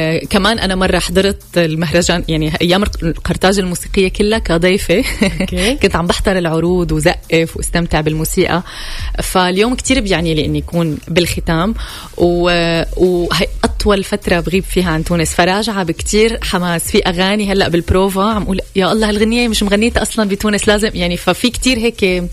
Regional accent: Syria; أنا سورية

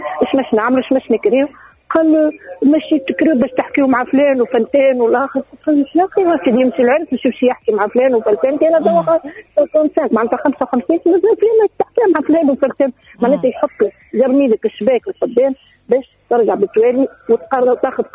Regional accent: Nabeul, Nabeul Governorate, Tunisia; من نابل، تحب أنا عندي معناتها تجربة 30 سنة بالحكاية هذه.

